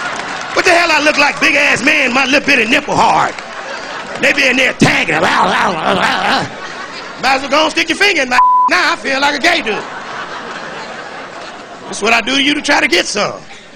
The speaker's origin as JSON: {"language": "English", "town": "Chicago", "region": "Illinois", "country": "United States", "said": "You see, I'm from the Midwest. I'm from Chicago. That's right, the Chi-Town where we party at."}